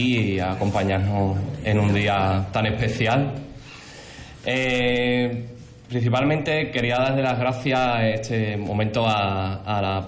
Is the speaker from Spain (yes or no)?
yes; Ayamonte, Andalusia, Spain; para que sea el próximo pregonero de la Semana Santa de mi tierra, de mi ciudad, de mi pueblo.